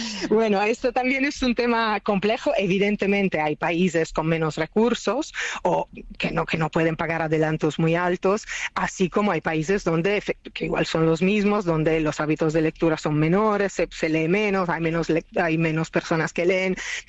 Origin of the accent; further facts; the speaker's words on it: Italy; Spanish is a second language; Mira, hay algo que me gusta mucho de España, y yo soy italiana, pero como agente siempre he trabajado en España